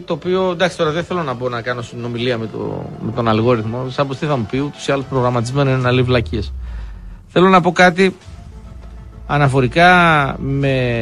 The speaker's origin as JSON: {"language": "Greek", "country": "Greece", "said": "ως Έλληνας"}